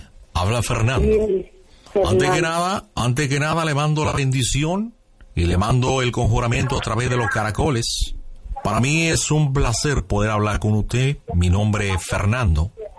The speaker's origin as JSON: {"language": "Spanish", "region": "Havana", "country": "Cuba", "tie": "born there", "moved": "yes", "said": "Yo nací en La Habana, Cuba, en 1979. Y bueno, desgraciadamente, por las cuestiones que usted sabe en Cuba, tuve que emigrar a Miami, posteriormente a México"}